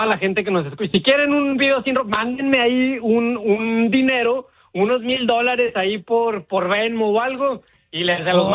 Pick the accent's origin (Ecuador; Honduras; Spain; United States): United States; El Paso, Texas; No, soy del Paso. O sea, vivo en el nací en el Paso